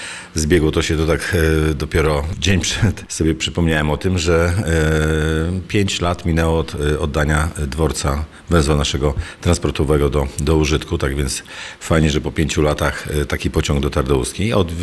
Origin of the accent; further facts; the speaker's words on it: Grudziądz, Kuyavian-Pomeranian Voivodeship, Poland; now in Ustka, Poland; pochodzę z Grudziądza